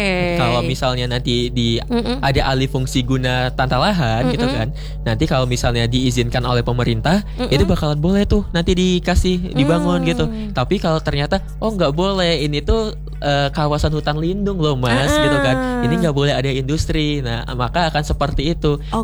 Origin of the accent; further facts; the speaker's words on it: Medan, North Sumatra, Indonesia; moved away; also born or lived in Lampung / Bandung; Asli Medan, betul.